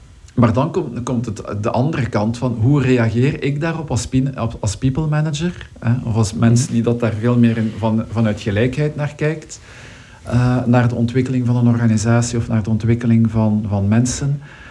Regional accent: Bilzen, Flanders, Belgium; ik ben opgegroeid in Bilzen in Limburg.

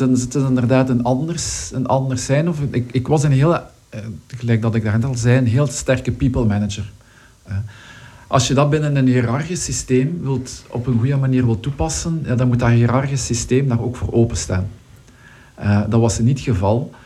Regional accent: Bilzen, Flanders, Belgium; ik ben opgegroeid in Bilzen in Limburg.

